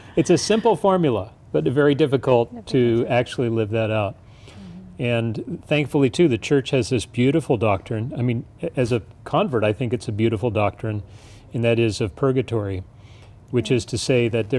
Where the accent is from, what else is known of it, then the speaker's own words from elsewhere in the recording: Washington, District of Columbia, United States; I was born in Washington, D.C., spent many years living in Washington, D.C., so I'm a D.C. native.